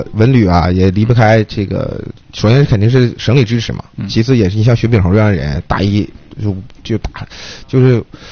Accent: Jilin, China; 很多咱们吉林人现在都越来越好

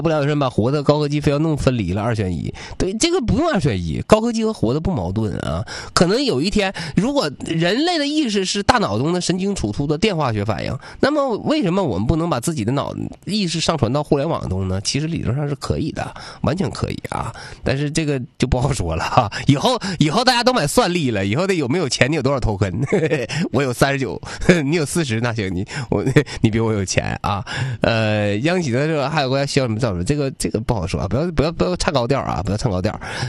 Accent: Liaoyuan, Jilin, China; now in Changchun, China; 看我们辽源，我们辽源东山顶上，那我出生的地方，我小时候我记得很清楚，我到辽源的时候，那很多小平房，很多人啊，很多很热闹的

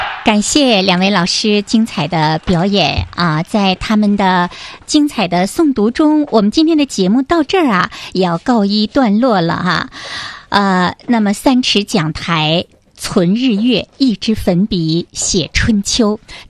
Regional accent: Northeast China, China; 我们东北人的这份性格

